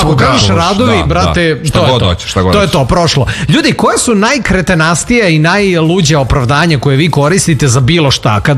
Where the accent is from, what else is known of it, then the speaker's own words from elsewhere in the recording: Serbia; E, ali ovo je samo dokaz koliko su mi kao Srbi jako kreativan narod